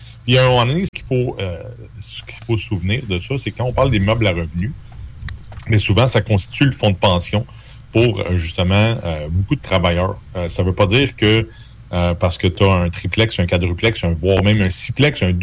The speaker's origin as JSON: {"language": "French", "country": "Canada", "said": "on est Canadien, on habite au Canada, on veut changer de pays, c'est compliqué."}